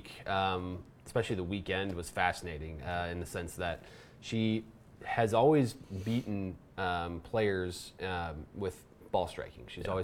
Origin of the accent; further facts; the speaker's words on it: England, United Kingdom; As a Englishman, I think you're kind of rooting for her to finally get over the top one of these times